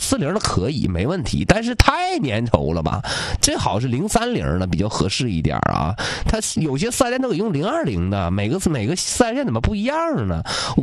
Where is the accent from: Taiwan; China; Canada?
China; Northeast China; 我们东北的，东北冬天特别冷